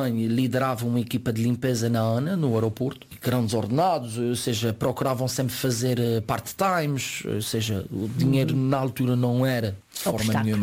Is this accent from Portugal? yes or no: yes; Fajã de Cima, Azores, Portugal; Pela primeira vez, apesar de ter passado a minha infância e ter crescido na Feijão de Cima, nunca me senti como me senti nos Fenais.